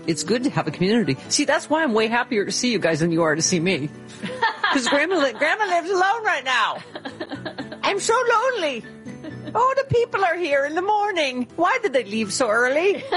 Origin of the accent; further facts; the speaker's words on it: California, United States; Can I just say, as a Californian, get them out of our business.